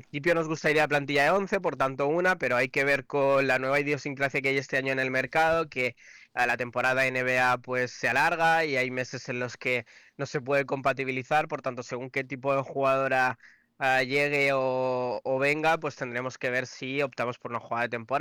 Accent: Mallorca, Balearic Islands, Spain

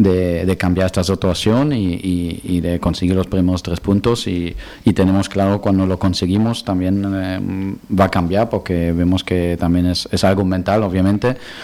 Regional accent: Balearic Islands, Spain; Hay que levantarse, somos baleares que ya sabemos cómo es caer y levantarse

